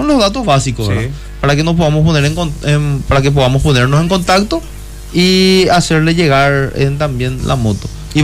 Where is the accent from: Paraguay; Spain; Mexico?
Paraguay; Luque, Central; yo vengo de Cañada San Rafael